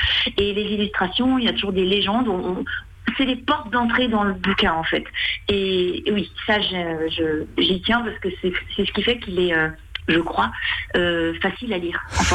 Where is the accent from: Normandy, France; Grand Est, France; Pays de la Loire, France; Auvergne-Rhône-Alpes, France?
Pays de la Loire, France; Nantes; moi je suis nantaise